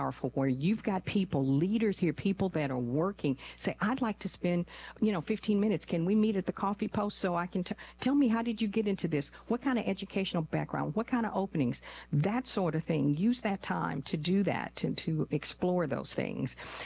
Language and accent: English; New Jersey, United States; born there; also born or lived in Rhode Island; And well, I was born in New Jersey, and then I moved to Rhode Island